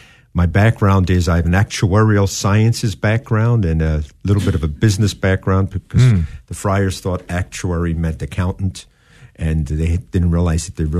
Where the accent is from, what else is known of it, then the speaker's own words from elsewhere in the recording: United States; I am from the United States, U.S. province